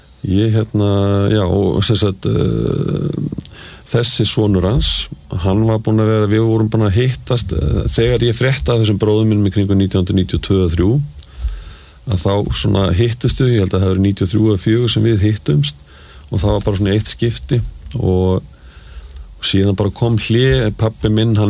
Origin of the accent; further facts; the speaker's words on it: Reykjavík, Capital Region, Iceland; Ég alveg upp í Reykjavík